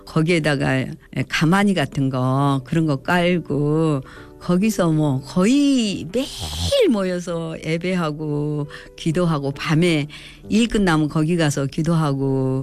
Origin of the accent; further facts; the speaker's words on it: Sinan, South Jeolla, South Korea; 남 신안구 나패면에서 태어났습니다. 저희 집은요, 바닷가에 저희 집 담장 밖에까지 바닷물이 들어오는 정말 그야말로 바닷가예요.